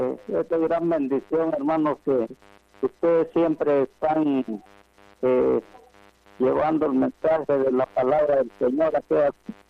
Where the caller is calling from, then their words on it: Guatemala; Aquí en Villas del Quetzal.